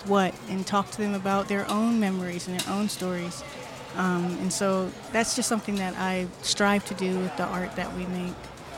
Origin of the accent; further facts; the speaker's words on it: the South, United States; my own childhood and the things that I saw growing up in the South.